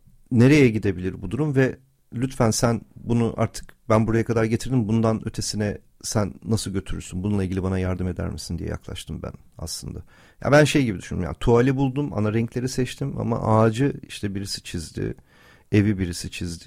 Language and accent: Turkish; Ankara, Turkey; moved away as an adult; now in Istanbul, Turkey; İstanbul tabii doğma büyüme Ankaralıyız ama artık neredeyse hayatımın yarısını İstanbul'da geçirmiş olacağım.